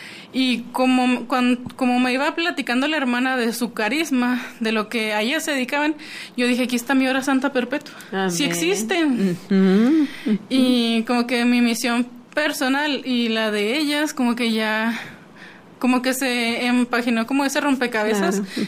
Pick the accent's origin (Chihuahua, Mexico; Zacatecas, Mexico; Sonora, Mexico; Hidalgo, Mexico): Chihuahua, Mexico; Ciudad Juárez; Sí, yo soy de aquí de Juárez.